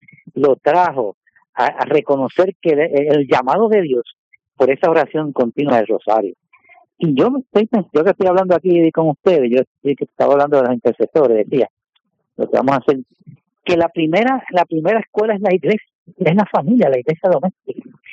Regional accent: San Juan, Puerto Rico; Yo soy de San Juan

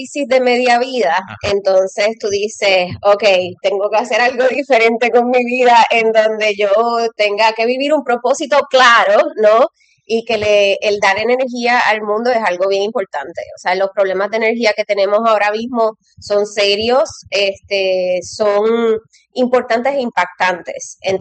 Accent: Jayuya, Puerto Rico; Pues yo soy de Jayuya, Puerto Rico. Estudié en, me gradué de la High School CROEM en Mayagüez, pero me crié en Jayuya.

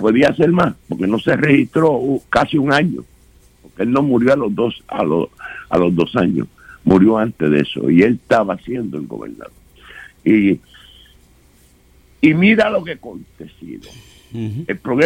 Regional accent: U.S. Virgin Islands; Porque soy nativo de las Islas Vírgenes. Nacido aquí.

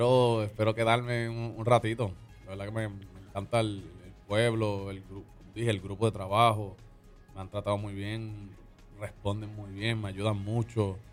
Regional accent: Moca, Puerto Rico; Yo vengo de Moca, que es la primera vez en Fajardo

